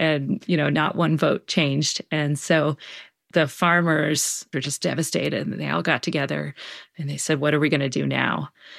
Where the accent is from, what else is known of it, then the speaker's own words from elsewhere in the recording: East, United States; now in Durango, United States; he's from Minnesota and I'm from the East.